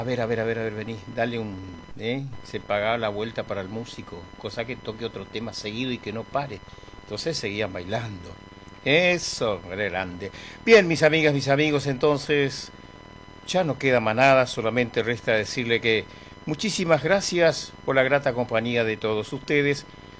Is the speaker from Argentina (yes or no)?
yes; Presidencia de la Plaza, Chaco, Argentina; now in Ushuaia, Argentina; saludo para toda la gente de Presidencia de la Plaza, mi pueblo, claro, Presidencia de la Plaza, en la provincia del Chaco.